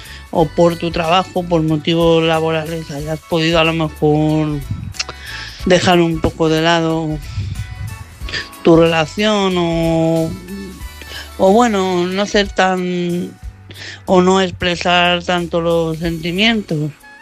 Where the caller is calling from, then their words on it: Madrid, Community of Madrid, Spain; de Madrid.